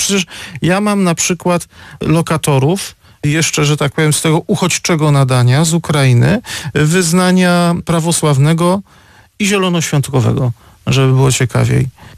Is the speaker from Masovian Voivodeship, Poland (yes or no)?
no; Odolanów, Greater Poland Voivodeship, Poland; ja się wychowałem w rzeczywistości katolickiej. No, moja rodzina w Odolanowie, w południowej Wielkopolsce, była jedyną rodziną luterańską.